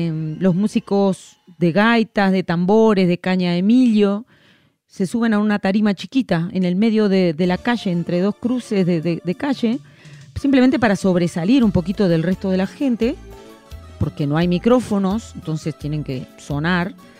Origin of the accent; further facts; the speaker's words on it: Sarandí Grande, Florida, Uruguay; mis recuerdos de infancia en mi pueblo Sarandí Grande, de ver a mis padres bailando en la pista, girando con todo el resto de la gente del pueblo